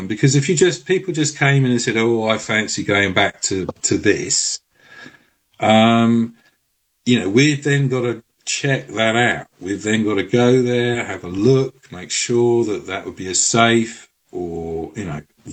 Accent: London, United Kingdom; And, as a Londoner, I'm fascinated by, at that point, the biggest city in Europe

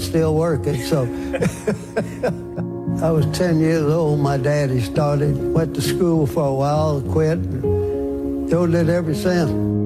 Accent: Galveston, Texas, United States; In 1933, I was born in Galveston. My daddy, before I was 10 years old, he bought an old boat out of the yacht basin and made a mast out of wood.

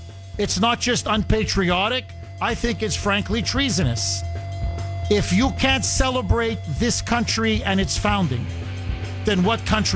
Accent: United States

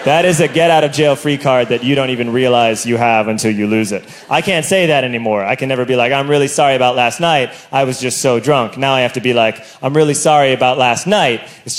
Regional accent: Ireland; I'm Irish. I keep things very bottled up, and I don't drink, which is not what you're supposed to do when you're Irish.

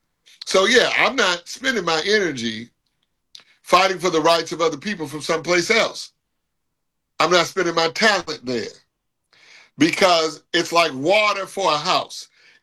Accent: Chicago, Illinois, United States; In Chicago, I grew up in Chicago.

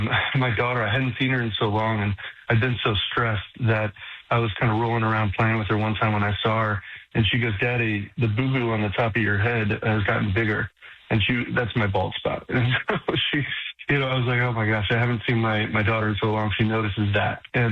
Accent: New York, United States; Just the people are so inviting. Being a New Yorker coming into Houston, it was just incredible.

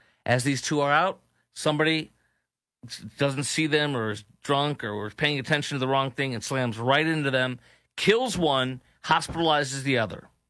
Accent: Chicago, Illinois, United States; terrorists from Chicago, Sanctuary State, my hometown

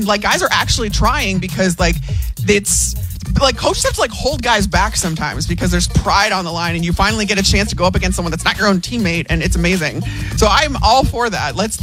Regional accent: Grand Cayman, Cayman Islands; growing up in Grand Cayman, how do you even get the idea like, oh, I could go play ice hockey?

